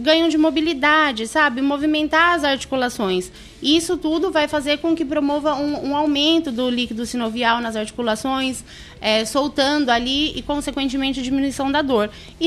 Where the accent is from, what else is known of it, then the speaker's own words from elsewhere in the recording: São Paulo, Brazil; now in Itapetininga, Brazil; Eu sou de São Paulo